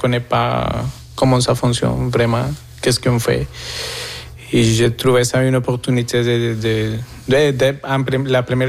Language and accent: French; Colombia; now in Quebec, Canada; Je viens de la Colombie. Je suis ici avec ma famille, ma femme et mes enfants.